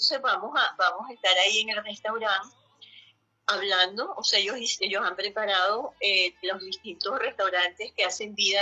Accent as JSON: {"language": "Spanish", "town": "Barquisimeto", "region": "Lara", "country": "Venezuela", "said": "Mira, yo soy barquisimetana y cada vez estoy más orgullosa de mi gente"}